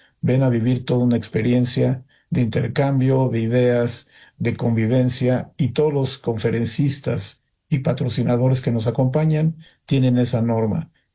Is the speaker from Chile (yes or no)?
no; Mexico; born there; quienes somos mexicanos de nacimiento y de convicción